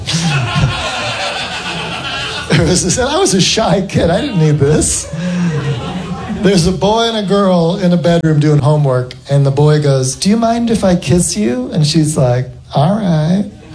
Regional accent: Morgantown, West Virginia, United States; Actually, I grew up in West Virginia, Morgantown, West Virginia, which at the time had the highest teen pregnancy rate of any state.

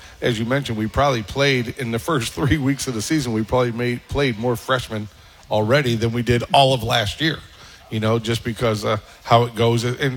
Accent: Syracuse, New York, United States; I'm from Syracuse, went to Henniger High School.

